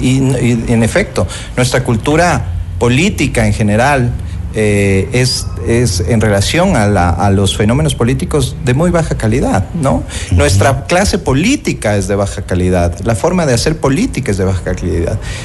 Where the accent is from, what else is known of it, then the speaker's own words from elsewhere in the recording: Ecuador; Cuando juega la selección, todos somos de Ecuador